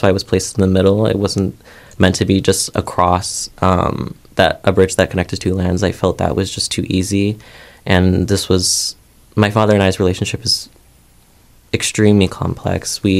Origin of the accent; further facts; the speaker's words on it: Minooka, Illinois, United States; growing up, I grew up in Minooka, and after my father's deportation, we were all uprooted